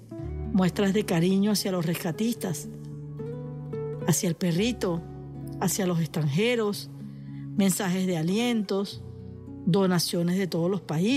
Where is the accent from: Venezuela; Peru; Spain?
Venezuela; que nosotros sigamos siendo ese venezolano alegre.